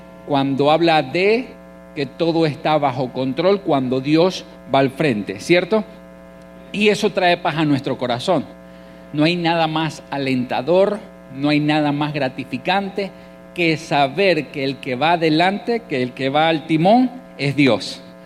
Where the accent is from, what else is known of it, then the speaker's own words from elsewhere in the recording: Mérida, Venezuela; moved away; yo vengo de Mérida, donde el catolicismo es muy fuerte